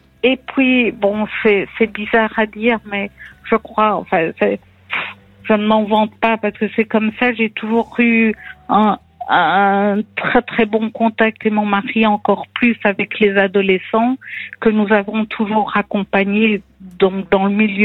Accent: Belgium; Alors, notre parcours est un peu particulier dans le sens que nous sommes belges.

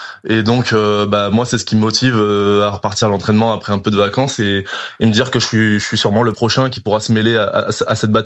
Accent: Martinique; J'ai décidé de rentrer chez moi en Martinique, me reposer un peu, me ressourcer, un peu en off, quoi.

